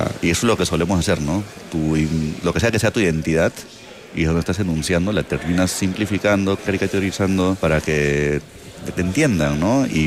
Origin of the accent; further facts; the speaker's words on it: Peru; Como peruano también, a veces ni siquiera uno no entiende, ¿no?